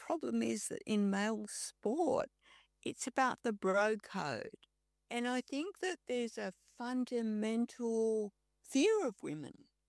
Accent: Newcastle, New South Wales, Australia; I mean, I come from a working class background. I grew up in Newcastle and I'm proud of being from Newcastle.

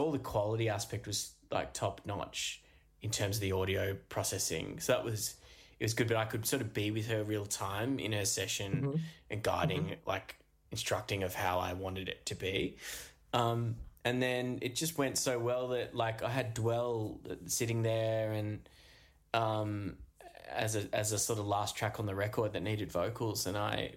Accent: Australia; moved away as an adult; also born or lived in Melbourne; moving to the city, like for the first time as an Australian

